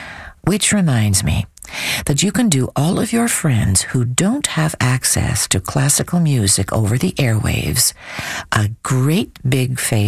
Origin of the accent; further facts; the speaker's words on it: Montreal, Quebec, Canada; my hometown, Montreal's own